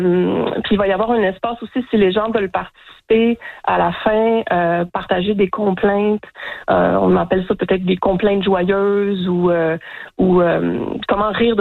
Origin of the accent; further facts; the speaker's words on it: Quebec, Canada; les décors là, de rivières de mon coin de pays.